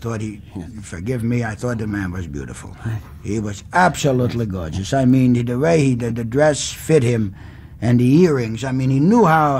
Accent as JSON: {"language": "English", "town": "Schenectady", "region": "New York", "country": "United States", "also_born_or_lived": "Russia", "said": "I am from Schenectady, New York."}